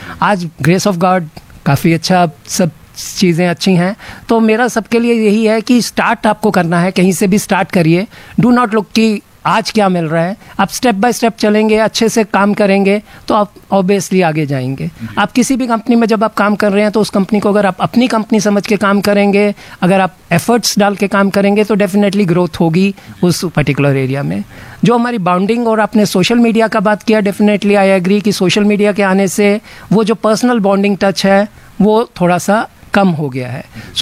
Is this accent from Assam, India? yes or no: no; Jammu, Jammu and Kashmir, India; जैसे मैं जम्मू से हूँ तो हम जम्मू वापस गए.